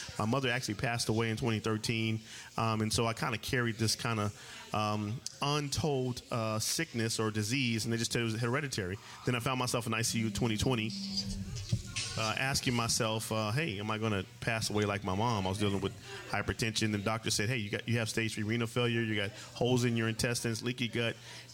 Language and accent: English; Pomona, California, United States; now in Temecula, United States; I am from Pomona, California, but I actually reside in Temecula, California, the newest Southern California winery area.